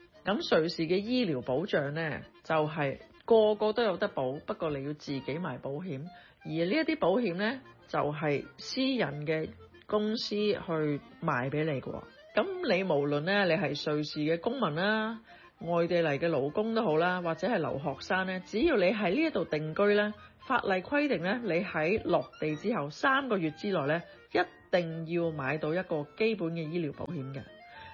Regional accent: Hong Kong; 我哋香港人

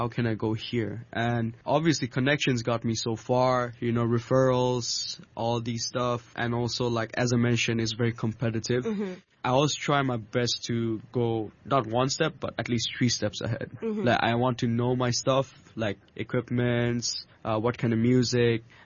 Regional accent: Hong Kong; I'm so proud of being a Hong Konger

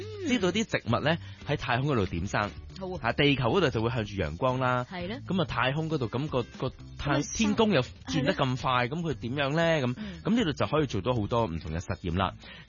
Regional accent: Hong Kong; 我哋香港人嘅一位太空人啦

